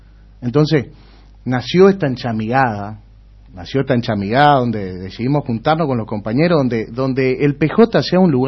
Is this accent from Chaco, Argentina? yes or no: yes; Resistencia, Chaco, Argentina; also born or lived in El Impenetrable, Chaco; Yo soy nacido y criado en Resistencia, y llegó un momento de mi vida que me fui al impenetrable